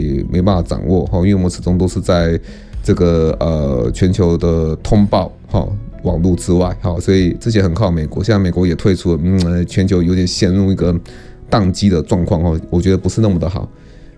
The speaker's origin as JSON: {"language": "Chinese", "country": "Taiwan", "said": "我们台湾没有疟蚊"}